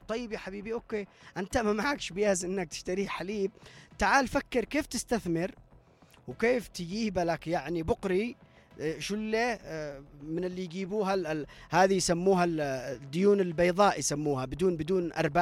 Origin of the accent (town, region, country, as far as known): Yemen